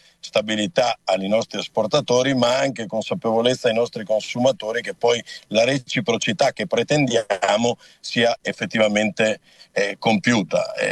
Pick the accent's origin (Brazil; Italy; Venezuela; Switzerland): Italy; Veneto; Io sono veneto